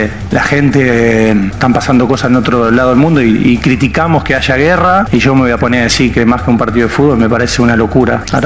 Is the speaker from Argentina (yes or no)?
yes; Argentina; Ahora, que nosotros como argentinos tengamos memoria a esa gente que fue ahí